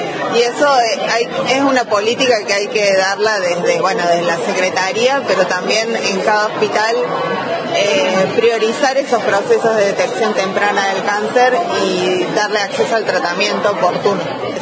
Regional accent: Córdoba, Argentina; moved away as an adult; now in Esquel, Argentina; Yo soy de Córdoba, hace 15 años que vivo acá en Esquel.

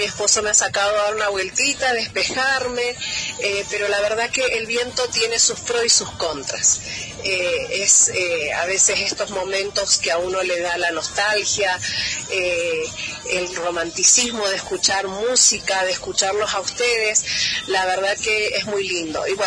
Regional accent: Malargüe, Mendoza, Argentina; born there; also born or lived in San Rafael; yo tengo mi corazoncito, como vos sabés, una parte aquí en Malargüe y otra en San Rafael. Amo mi Malargüe que me vio nacer, pero bueno, San Rafael me hizo en lo profesional

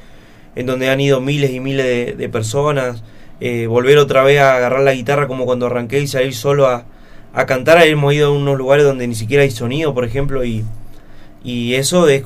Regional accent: El Maitén, Chubut, Argentina; mi pueblo, el Maitén, es uno de los puntos más bonitos de la provincia del Chubut

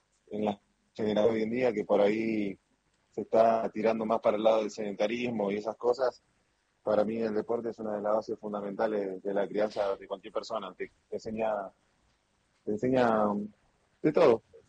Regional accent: Buenos Aires, Argentina; Sí, ya estoy de vuelta en Buenos Aires.

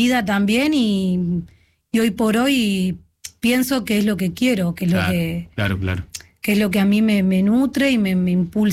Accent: José C. Paz, Buenos Aires Province, Argentina; allá de donde soy yo, en Zona Norte, en José C. Paz

